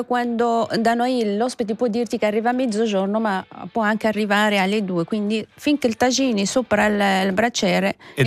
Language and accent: Italian; Essaouira, Marrakesh-Safi, Morocco; io sono nata e cresciuta a Essaouira